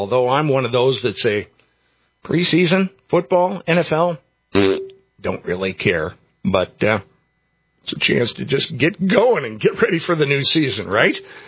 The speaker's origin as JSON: {"language": "English", "region": "North Dakota", "country": "United States", "tie": "born or raised there", "also_born_or_lived": "Minnesota / Nashville, Tennessee", "lives_now": "Holland, United States", "said": "I grew up in North Dakota, Minnesota. I rooted for the Minnesota Vikings. Then I spent almost 25 years in Nashville, Tennessee."}